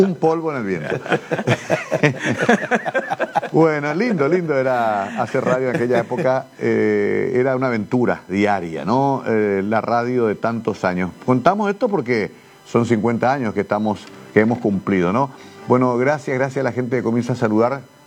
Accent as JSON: {"language": "Spanish", "region": "San Juan", "country": "Argentina", "said": "Tengo que, soy un cobarde sanjuanino."}